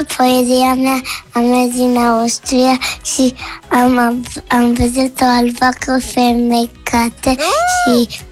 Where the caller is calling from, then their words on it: Switzerland; din Elveția